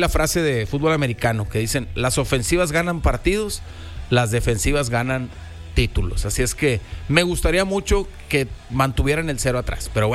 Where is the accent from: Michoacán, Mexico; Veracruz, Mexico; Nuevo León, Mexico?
Nuevo León, Mexico; Monterrey; A pesar de que soy de aquí de Monterrey